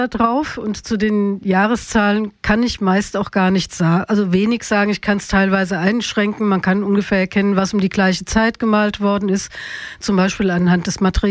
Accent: Frankfurt, Hesse, Germany; Meine Eltern sind dann irgendwann nach Frankfurt gegangen. Wir sind also alle in Frankfurt aufgewachsen.

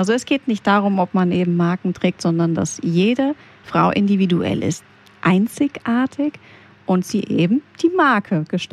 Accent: Greece; moved away; ich komme aus Griechenland

